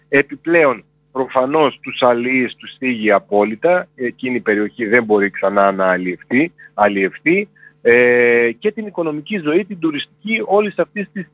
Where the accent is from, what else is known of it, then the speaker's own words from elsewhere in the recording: Thessaloniki, Central Macedonia, Greece; ειδικά εμείς οι Θεσσαλονικείς έχουμε πάει μία φορά τουλάχιστον και έχουμε θαυμάσει εκεί την περιοχή του ποταμού